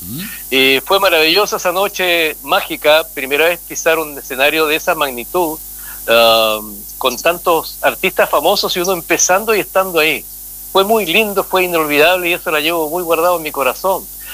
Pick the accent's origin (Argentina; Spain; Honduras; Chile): Chile; Río Bueno, Los Ríos; born there; now in Santiago, Chile; No, yo nací en Río Bueno.